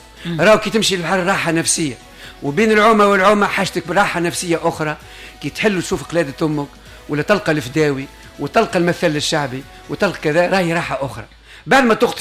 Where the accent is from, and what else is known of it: Tunisia